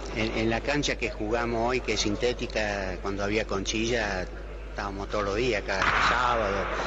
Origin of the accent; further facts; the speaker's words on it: La Francia, Córdoba, Argentina; moved away; feliz por competir en el campeonato de donde yo me crié y nací acá. Fue los primeros pasos que di en estas canchas, que no eran sintéticas en ese tiempo, pero bueno, y no había la hora de venir aquí, a La Francia.